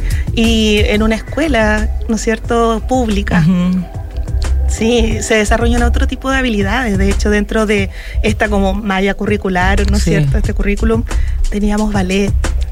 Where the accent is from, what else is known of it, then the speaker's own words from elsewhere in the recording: Antofagasta, Chile; Yo soy antofagastina, mi familia materna es de Pedro Valdivia.